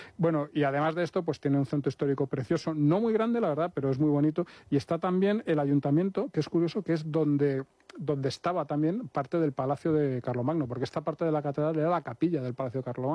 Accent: Spain; como buen español que estamos acostumbrados a que los ríos sean, pues como son aquí en España

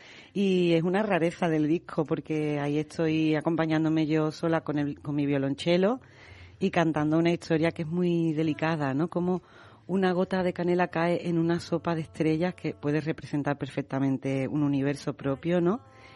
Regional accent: Utrera, Andalusia, Spain; en mi infancia, que vengo de Utrera, del polígono del Tinte, con los flamencos

